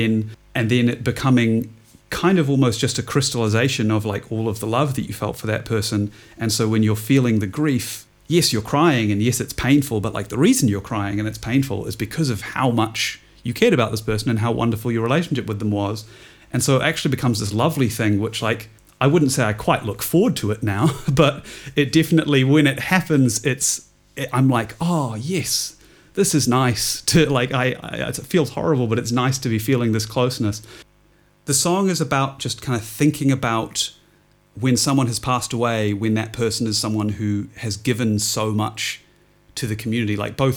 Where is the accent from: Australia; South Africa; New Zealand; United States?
New Zealand; Auckland; also born or lived in Wellington; Like for me, I had lived in Wellington before and I grew up in Auckland.